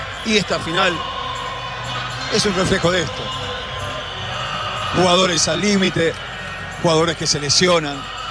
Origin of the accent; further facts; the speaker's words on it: Argentina; nosotros los argentinos